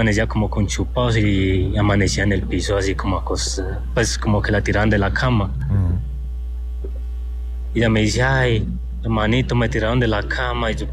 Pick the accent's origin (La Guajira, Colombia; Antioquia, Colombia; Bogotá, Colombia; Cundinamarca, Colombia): Antioquia, Colombia; Medellín; born there